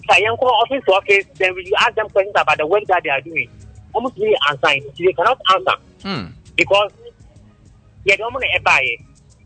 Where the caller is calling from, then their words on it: Ghana; I'm calling from Takari.